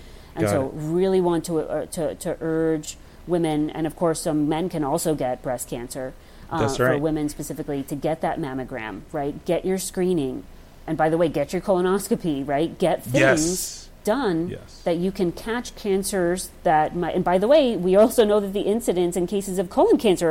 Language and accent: English; Long Island, New York, United States; Although some might consider me a fake New Yorker because I'm from Long Island, but I remind people all the time.